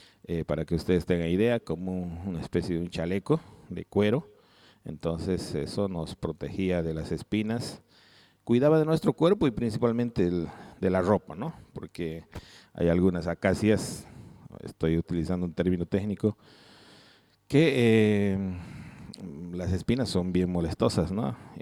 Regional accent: Pasorapa, Cochabamba, Bolivia; no porque sea pasorapeño

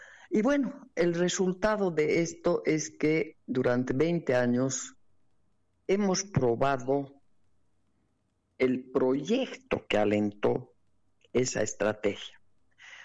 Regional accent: Bolivia; profundamente preocupada por la situación, como todo boliviano responsable, ciudadano comprometido con sus propios intereses

